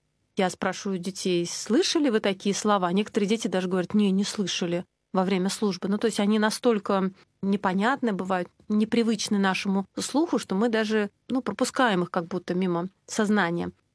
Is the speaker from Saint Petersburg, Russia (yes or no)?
yes; Saint Petersburg, Russia